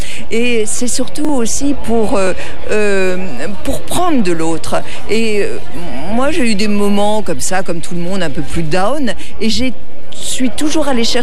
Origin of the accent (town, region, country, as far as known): Brittany, France